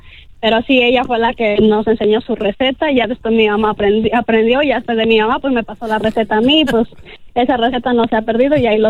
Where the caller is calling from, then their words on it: Bloomington, United States; De aquí, de Bloomington.